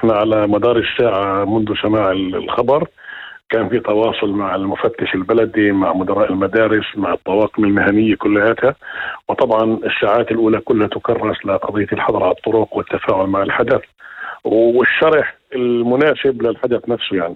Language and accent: Arabic; Kafr Manda, Northern District, Israel; عندنا بكفر مندى